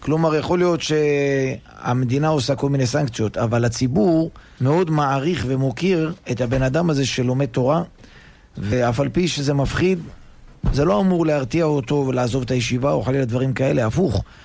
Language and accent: Hebrew; Netanya, Central District, Israel; אני יכול לומר ממקום האישי, שאני גדלתי במשפחה שאומנם לא בדיוק חרדים, ובעיקר בעיקר השכונה שבה ברוך השם...